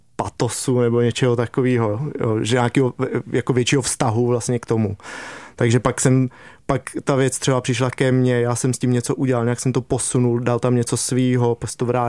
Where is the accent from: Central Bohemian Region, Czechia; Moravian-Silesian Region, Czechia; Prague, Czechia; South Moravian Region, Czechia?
Central Bohemian Region, Czechia; Lysá nad Labem